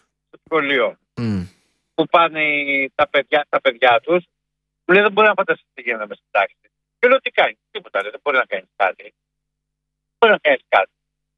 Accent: Thebes, Central Greece, Greece; now in Larissa, Greece; Εγώ ζω στη Λάρισα, αλλά μεγάλωσα στη Θήβα.

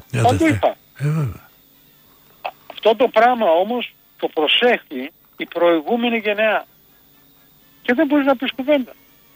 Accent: Macedonia, Greece; είμαι Μακεδόνας.

